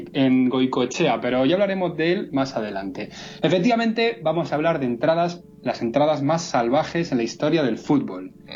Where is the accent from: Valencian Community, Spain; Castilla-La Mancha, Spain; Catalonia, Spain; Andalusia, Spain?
Valencian Community, Spain; Alicante; Como soy de Alicante...